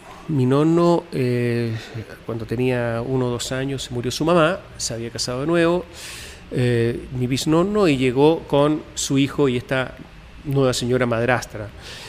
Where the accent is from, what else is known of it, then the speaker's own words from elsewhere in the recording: Italy; also born or lived in United States; Yo soy italiana, yo nací en Estados Unidos por casualidad y tenía naturalmente que nacionalidad italiana